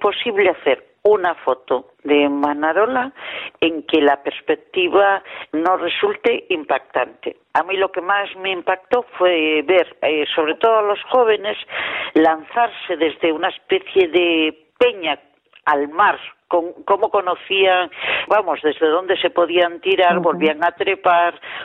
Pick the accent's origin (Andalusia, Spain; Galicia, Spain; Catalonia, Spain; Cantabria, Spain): Galicia, Spain; yo soy gallega, me recordó mucho a mi tierra